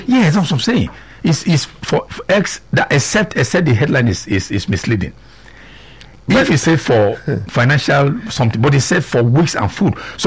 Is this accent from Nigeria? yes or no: yes; Nigeria; if we go abroad as Nigerian, as black, we are called immigrants.